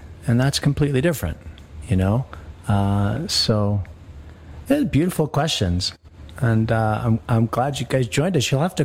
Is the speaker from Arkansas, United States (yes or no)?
no; Colorado, United States; We grew up in Colorado, and he was a schoolmate when I was at the seminary.